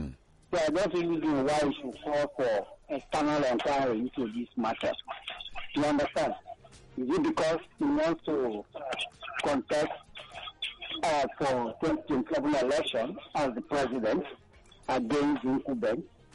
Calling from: Nigeria; I'm calling from Abanoje in Ekotun.

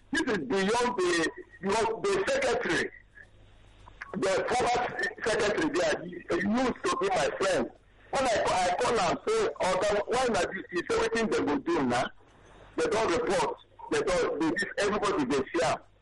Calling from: Nigeria

